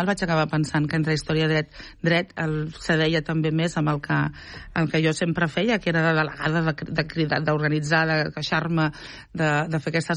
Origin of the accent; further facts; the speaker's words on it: Barcelona, Catalonia, Spain; jo vaig néixer al Poble Sec, tot i que al final és el mateix districte, i no visc allà.